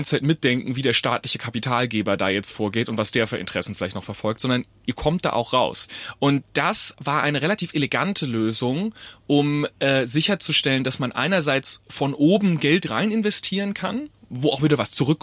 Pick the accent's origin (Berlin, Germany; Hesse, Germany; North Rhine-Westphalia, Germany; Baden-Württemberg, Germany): Baden-Württemberg, Germany; Heilbronn